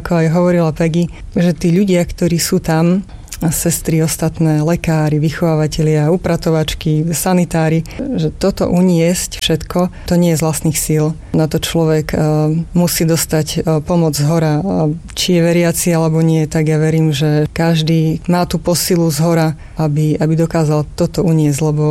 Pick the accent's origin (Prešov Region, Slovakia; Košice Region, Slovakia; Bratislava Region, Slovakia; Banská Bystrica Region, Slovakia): Prešov Region, Slovakia; Prešov